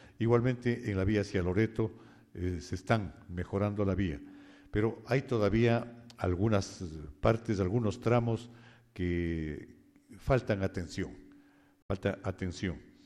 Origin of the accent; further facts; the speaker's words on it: Ecuador; Noticias que nos enorgullecen como ecuatorianos.